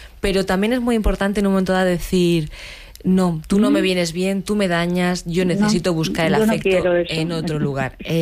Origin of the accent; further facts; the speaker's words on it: Águilas, Region of Murcia, Spain; born there; Yo soy nacida en Águilas y tenemos a Edu.